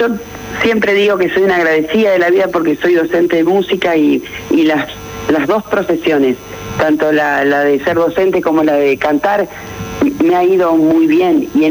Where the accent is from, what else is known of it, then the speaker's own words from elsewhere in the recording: Santa Fe, Argentina; Hemos ido a Santo Tomé, a mi pueblo, a Helvecia.